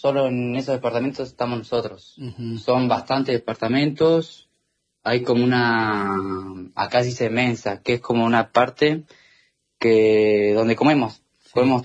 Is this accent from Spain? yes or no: no; Trevelin, Chubut, Argentina; now in Italy; Y la idea es seguramente ir de vacaciones a mi pueblo, a Trevelin.